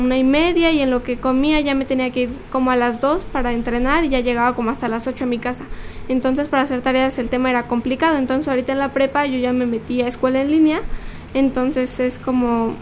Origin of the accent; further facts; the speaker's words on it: Contla, Tlaxcala, Mexico; Tengo 15 años, soy de aquí de Tlaxcala, del municipio de Contla